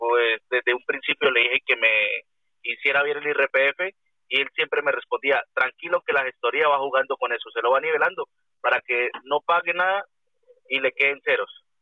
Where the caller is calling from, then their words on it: Madrid, Community of Madrid, Spain; de Madrid.